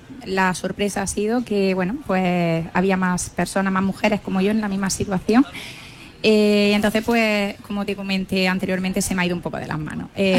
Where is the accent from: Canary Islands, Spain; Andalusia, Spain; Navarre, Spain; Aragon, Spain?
Andalusia, Spain; Almería; ¿por qué no vestirme en mi tierra? Que lo echo claro de menos.